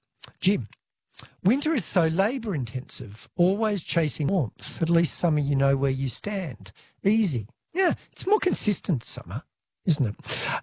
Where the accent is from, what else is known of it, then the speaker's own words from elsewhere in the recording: Canberra, Australian Capital Territory, Australia; I mean, I grew up in Canberra.